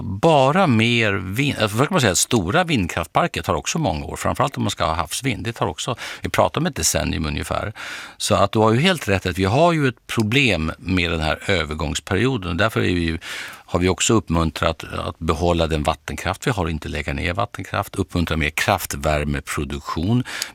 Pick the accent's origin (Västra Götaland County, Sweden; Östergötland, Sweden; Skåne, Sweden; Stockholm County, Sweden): Skåne, Sweden; Lund; born there; Ja, min födelsestad.